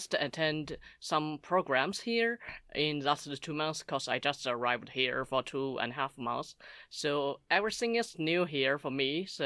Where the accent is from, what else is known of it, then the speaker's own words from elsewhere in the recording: China; English is a second language; now in Gothenburg, Sweden; I'm from China, as I said before, and I'm here with my husband. He's studying here in Gothenburg University, and I just come here with him, and I was a journalist and an exhibition planner in China